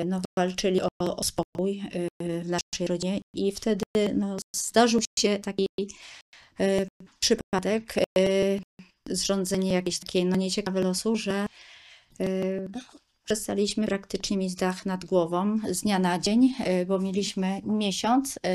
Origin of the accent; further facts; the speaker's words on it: Greater Poland Voivodeship, Poland; gdzie pochodzę z Wielkopolski